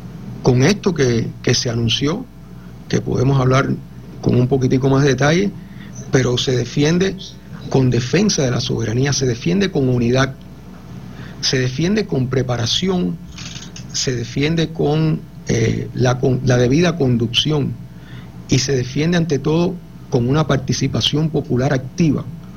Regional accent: Cuba; el pueblo de Cuba, mi pueblo

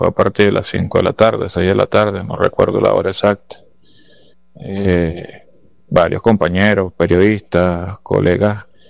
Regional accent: Venezuela

